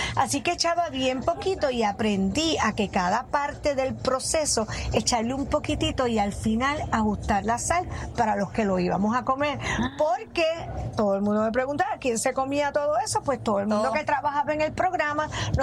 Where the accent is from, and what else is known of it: Puerto Rico; also born or lived in Boston